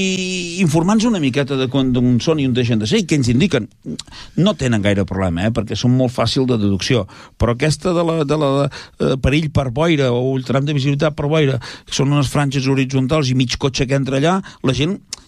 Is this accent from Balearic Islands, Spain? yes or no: no; Tordera, Catalonia, Spain; els que som de Tordera, que hem sigut tota la vida de Tordera, i hem anat puntualment a Barcelona